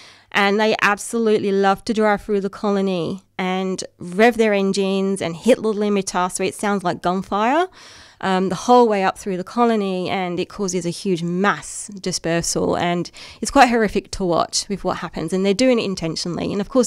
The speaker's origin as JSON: {"language": "English", "country": "United Kingdom", "tie": "born or raised there", "moved": "yes", "lives_now": "Australia", "said": "my hometown back home in the UK"}